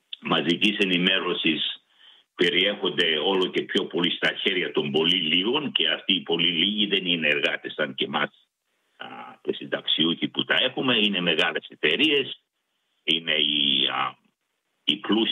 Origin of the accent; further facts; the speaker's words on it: Greece; now in Australia; επειδή εμείς είμαστε Έλληνες και ακούμε το ελληνικό πρόγραμμα